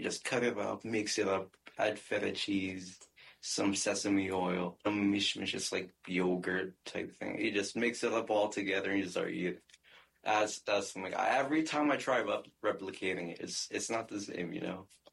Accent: Sudan; English is a second language; now in Albany, United States; I am originally from Sudan, which is a country in Northeast Africa, and I came here for February 2021.

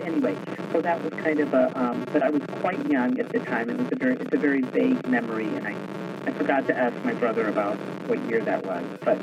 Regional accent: Wilmington, Delaware, United States; now in Hudson Valley, United States; we came from Wilmington, Delaware

